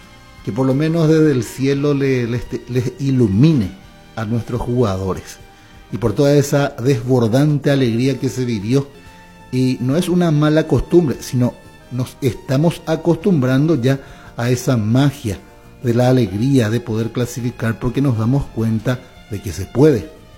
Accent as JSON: {"language": "Spanish", "country": "Paraguay", "said": "estoy hablando como un paraguayo que le adora a su selección."}